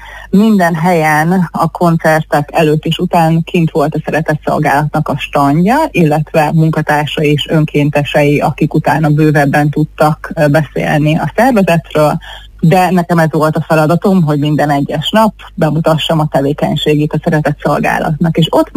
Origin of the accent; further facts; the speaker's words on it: Szentes, Csongrád-Csanád, Hungary; moved away as an adult; now in Budapest, Hungary; nem én kezdtem el keresni munkát, hanem otthon Szentesen